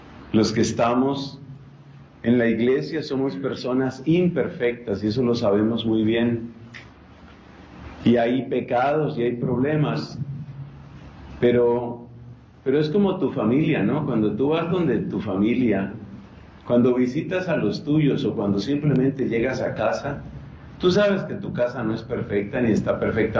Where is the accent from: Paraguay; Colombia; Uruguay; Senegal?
Colombia